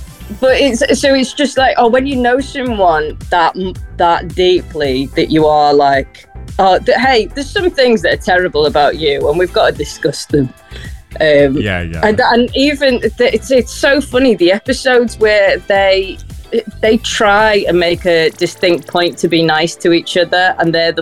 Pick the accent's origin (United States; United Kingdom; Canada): United Kingdom; Liverpool, North West England; accent: Scouse; also born or lived in Preston; now in Manchester, United Kingdom; Yeah. So I'm from Liverpool originally, but I live in Manchester now.